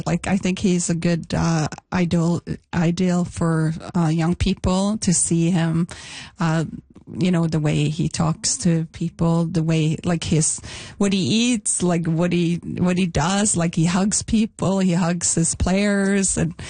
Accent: Norway; now in Canada; And I was part of it as growing up in Norway as well.

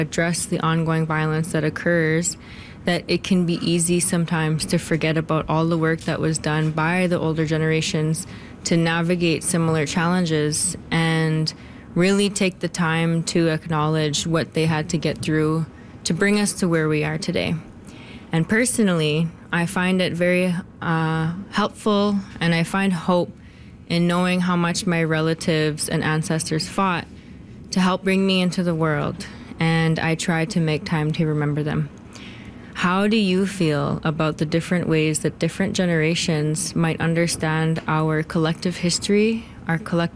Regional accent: Quebec, Canada; I come from Kitaganzi Bianishnabek and Algonquins of Barrier Lake. Those are the two closest Algonquin reserves in Quebec, north of Ottawa.

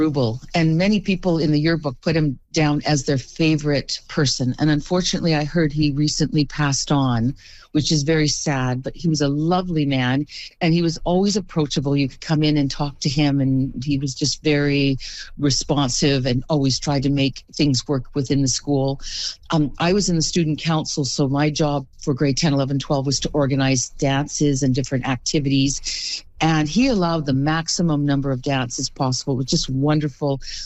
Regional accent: Yellowknife, Northwest Territories, Canada; born or raised there; moved away as an adult; now in Chilliwack, Canada

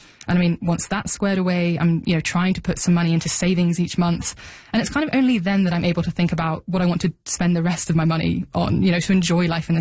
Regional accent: United Kingdom; moved away as an adult; also born or lived in London; now in Vancouver, Canada; listeners can tell at this point, but I'm not from Canada. Mm. I moved to Vancouver from the UK a couple of years ago.

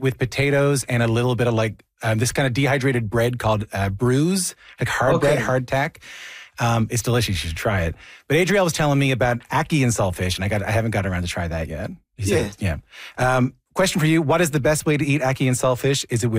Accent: Newfoundland and Labrador, Canada; I'm from Newfoundland. And we eat a lot of salt fish in Newfoundland, right?

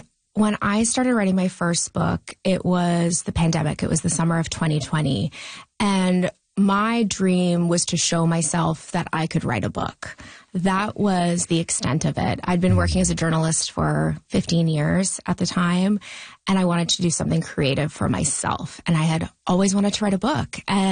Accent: Australia; And I grew up in Australia. So that part of the Pacific, those beaches are very different from the beaches

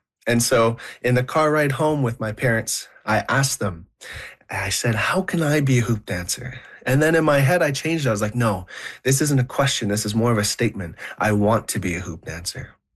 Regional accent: Ottawa, Ontario, Canada; So what we did was we actually went back to the community where we grew up in Ottawa.

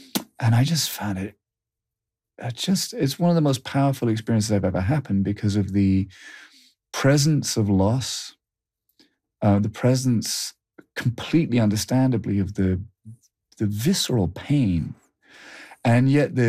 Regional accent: United Kingdom; now, because I'm a Brit, I was nervous I was going to get dehydrated or something would go wrong

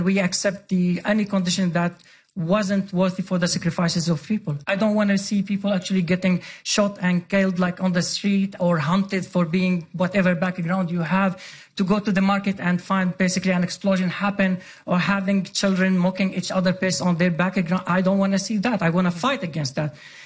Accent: Sweden; I grew up in Sweden.

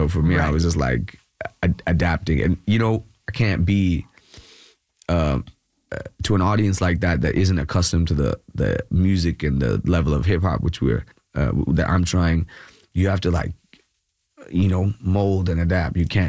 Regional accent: Kerala, India; now in Bangalore, India

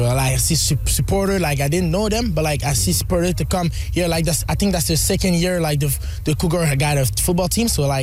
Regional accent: Laval, Quebec, Canada; English is a second language; I'm from Montreal, Laval

